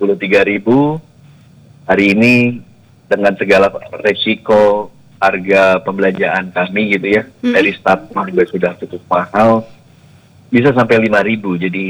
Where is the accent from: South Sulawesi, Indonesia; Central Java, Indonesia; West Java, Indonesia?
West Java, Indonesia; kita Jawa Barat atau saya di Bandung gitu